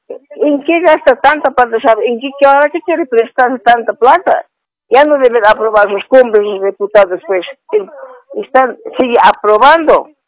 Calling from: La Paz, Bolivia; estoy llamando de La Paz.

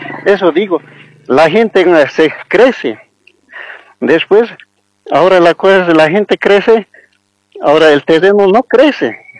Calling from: Coripata, La Paz, Bolivia; Llamo de lado de Coripata.

